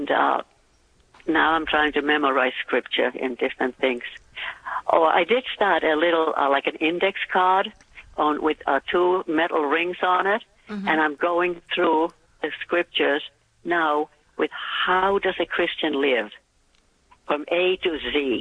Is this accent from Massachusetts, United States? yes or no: yes; Massachusetts, United States; also born or lived in Finland; Brought up in Massachusetts. My accent is in the middle of the Atlantic Ocean. And so I used to go back to Finland years ago, and I could hear myself speaking with another accent.